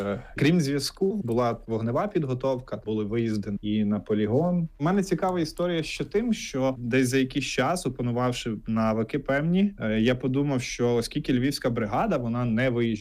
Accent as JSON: {"language": "Ukrainian", "area": "Skole district", "region": "Lviv Oblast", "country": "Ukraine", "tie": "born or raised there", "said": "я родом зі Сколівщини, Бойківський край"}